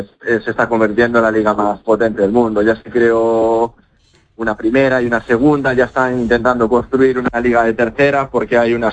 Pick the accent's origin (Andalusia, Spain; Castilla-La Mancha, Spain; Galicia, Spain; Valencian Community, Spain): Galicia, Spain; now in Córdoba, Spain; hay mucho gallego, yo soy de Galicia y me traigo mucho chico gallego de aquí también